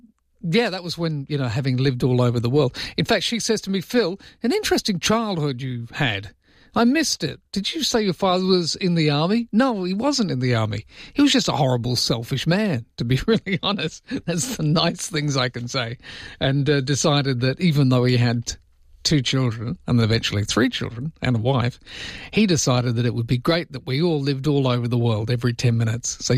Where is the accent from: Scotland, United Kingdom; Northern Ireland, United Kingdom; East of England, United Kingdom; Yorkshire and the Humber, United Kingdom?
East of England, United Kingdom; Loughton; born there; I was born in Loughton in Essex, but that's about all I could tell you about that.